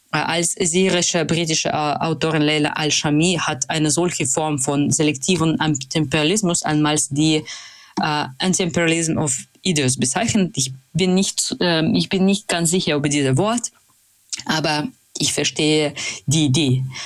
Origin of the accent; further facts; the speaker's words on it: Russia; German is a second language; Und ich komme aus Russland, dieser Staat vertritt nicht automatisch meine Interesse